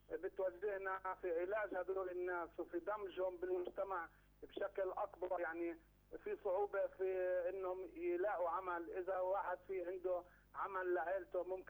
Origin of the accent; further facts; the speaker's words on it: Jerusalem, Palestine; إحنا كمجتمع فلسطيني في مدينة القدس